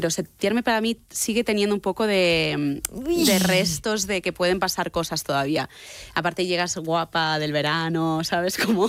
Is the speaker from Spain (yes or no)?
yes; Barcelona, Catalonia, Spain; yo es que soy de Barcelona, entonces cosa del mar, de estar morenita